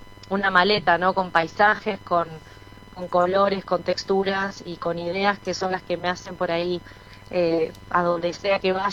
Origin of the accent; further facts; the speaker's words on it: Ushuaia, Tierra del Fuego, Argentina; moved away as an adult; fuera, y no solamente fuera de Argentina, sino también digamos, desde que tengo 18 años, ¿no? Que me fui de Ushuaia, que me fui a estudiar, siempre fue un camino, ¿no? Del desarraigo